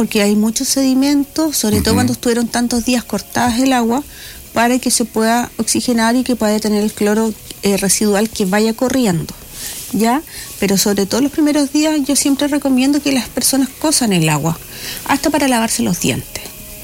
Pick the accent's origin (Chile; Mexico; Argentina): Chile; que seamos solidarios como chilenos